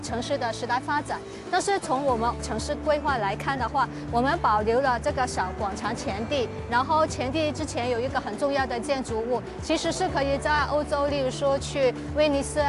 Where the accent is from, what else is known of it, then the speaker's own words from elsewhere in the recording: Macau; 我们澳门人叫它做骑楼。